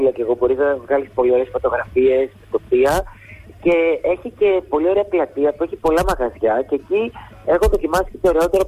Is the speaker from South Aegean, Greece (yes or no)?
yes; Santorini, South Aegean, Greece; Τι γίνεται τώρα με τη Σαντορίνη, θα μιλήσω λοιπόν για τον τόπο μου.